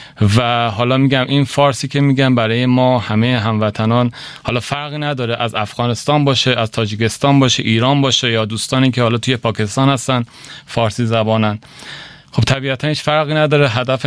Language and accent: German; Iran; now in Germany; Ich komme ursprünglich aus dem Iran und lebe seit einigen Jahren in Deutschland.